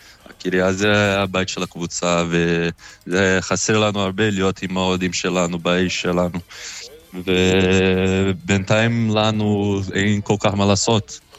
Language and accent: Hebrew; Brazil; now in Israel; איזה ארגנטינה, אני ברזילאי.